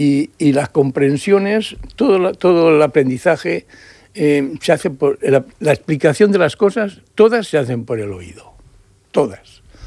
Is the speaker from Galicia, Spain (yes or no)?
no; Valencia, Valencian Community, Spain; born there; Yo tengo infraestructura en Valencia porque soy de Valencia. Bueno, nacido allí, pero...